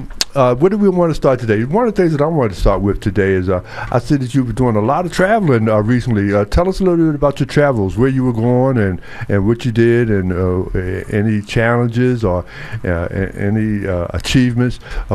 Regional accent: Philadelphia, Pennsylvania, United States; I grew up on the Sound of Philadelphia with … and, like I can say … it was just so much music going on here in Philadelphia.

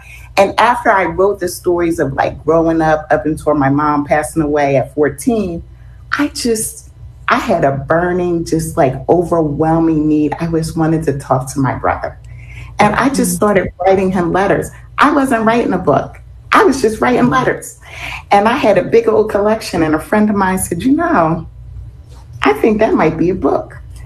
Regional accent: Philadelphia, Pennsylvania, United States; I was always talking about growing up in Philly, growing up in North Philly

